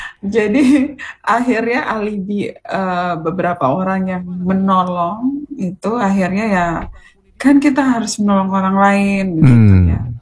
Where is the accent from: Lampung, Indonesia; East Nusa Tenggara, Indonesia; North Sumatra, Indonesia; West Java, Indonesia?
East Nusa Tenggara, Indonesia; Rote; kalau karena saya dari Rote ya, biasanya yeah.